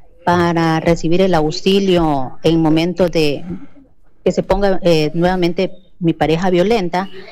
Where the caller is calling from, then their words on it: Machala, El Oro, Ecuador; Yo soy Machala, provincia de Loro. Salí de casa hace unos 15 días.